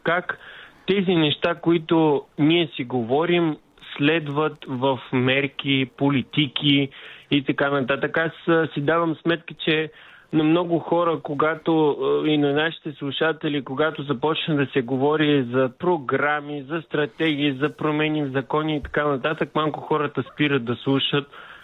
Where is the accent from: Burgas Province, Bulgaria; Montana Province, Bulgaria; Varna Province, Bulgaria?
Varna Province, Bulgaria; Varna; тъй като съм горд варненец